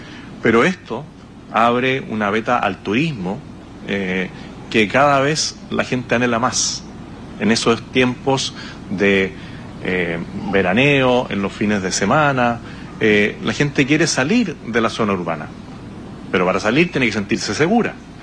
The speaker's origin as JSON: {"language": "Spanish", "country": "Chile", "said": "somos todos chilenos"}